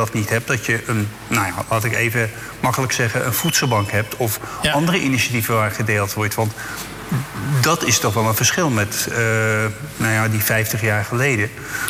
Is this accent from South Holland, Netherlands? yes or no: yes; Zwijndrecht, South Holland, Netherlands; born there; Kijk, ik ben geboren in Zwijndrecht. Ik ben geboren in de Vermeerstraat. En dat was een nieuwbouwgebied.